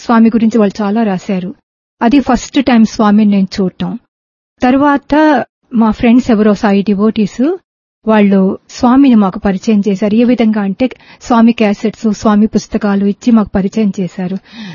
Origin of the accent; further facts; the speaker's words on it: Visakhapatnam, Andhra Pradesh, India; moved away as an adult; now in Barbados; నేను విశాఖపట్నంలో పుట్టాను, విశాఖపట్నంలో పెరిగాను, విశాఖపట్నంలో చదువుకున్నాను.